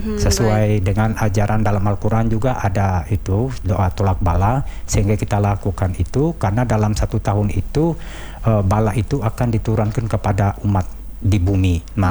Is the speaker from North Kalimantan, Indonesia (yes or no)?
yes; North Kalimantan, Indonesia; Nah, kalau kami orang Tidung itu Bejiu Sapor.